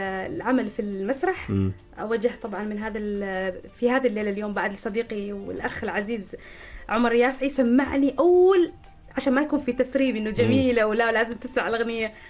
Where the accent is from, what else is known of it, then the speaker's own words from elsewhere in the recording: Oman; شيء خصنا كعمانيين